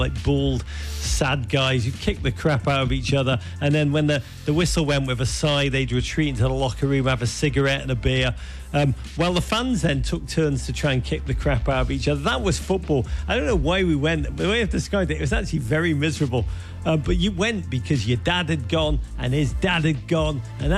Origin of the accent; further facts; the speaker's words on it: Liverpool, North West England, United Kingdom; now in United States; I love America. I'm very American now. But I grew up in Liverpool in the 70s and 80s. It was a rough time, a tough time.